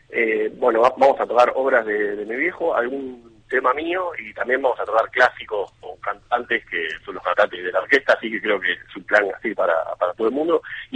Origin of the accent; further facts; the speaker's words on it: Buenos Aires, Argentina; born there; yo soy el primero de mis hermanos que nació en Buenos Aires.